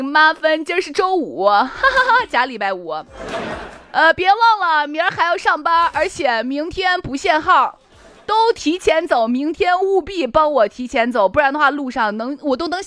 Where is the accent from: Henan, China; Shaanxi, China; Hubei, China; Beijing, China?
Shaanxi, China